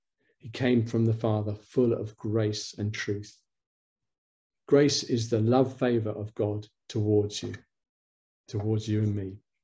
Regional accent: London, United Kingdom; I grew up in London. I still am a Londoner, but South London was a bit edgy when I was growing up

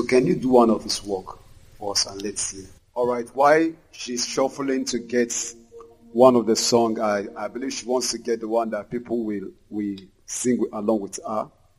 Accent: Lagos, Nigeria; I said, I'm an artist from Lagos.

